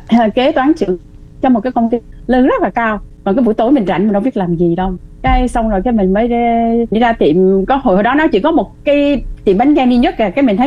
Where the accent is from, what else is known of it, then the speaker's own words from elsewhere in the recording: Da Lat, Lâm Đồng, Vietnam; now in Taiwan; Chị quê ở Đà Lạt, chị sinh ra và lớn lên ở Đà Lạt và hiện tại chị đang sống ở bên Đài Loan cũng khá lâu, là trên 28 năm rồi.